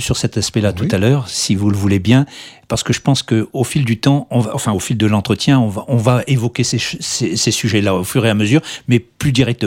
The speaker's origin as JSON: {"language": "French", "town": "Brest", "region": "Brittany", "country": "France", "tie": "born or raised there", "also_born_or_lived": "Loir-et-Cher", "said": "J'ai grandi dans les rues de Brest."}